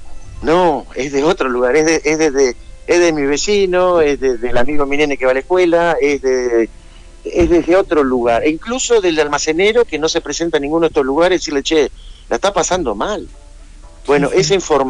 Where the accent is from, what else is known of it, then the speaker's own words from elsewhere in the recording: Argentina; te das cuenta que tenemos puntos en común entre todos como argentinos.